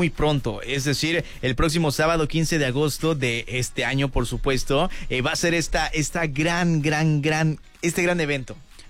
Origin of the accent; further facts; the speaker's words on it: Mexico; integrar justamente a los niños a que se empapen de esta cultura que tenemos nosotros como mexicanos.